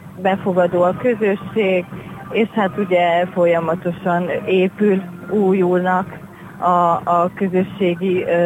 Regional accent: Ócsa, Pest, Hungary; born there; moved away as an adult; now in Kakucs, Hungary; Mi 2020-ban költöztünk ide a településre, és egyébként Ócsáról jöttünk, mind a ketten oda születtünk.

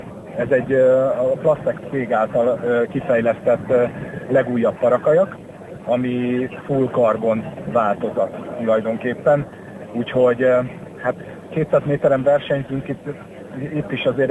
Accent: Budapest, Hungary; born there; moved away as an adult; now in Ócsa, Hungary; Én belvárosi vagyok, a belvárosban születtem, az 5. kerületbe

